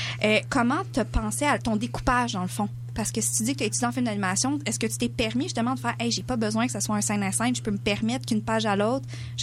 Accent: Quebec, Canada; C'est pas parce que j'ai un teint de peau différent, c'est pas parce que, tu sais, je suis québécoise.

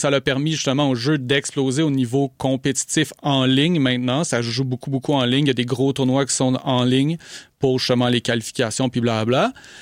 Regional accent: Montreal, Quebec, Canada; Alors, moi, je suis né à Montréal, pur Montréalais. J'ai habité toute ma vie ici.

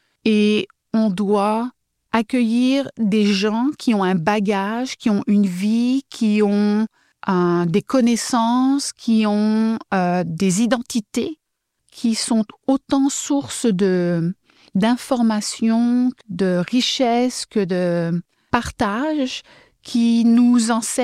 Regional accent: France; moved away as an adult; now in Canada; Moi, je viens de la France, j'ai jamais connu cette diversité-là. Mais quand je suis arrivée au Canada

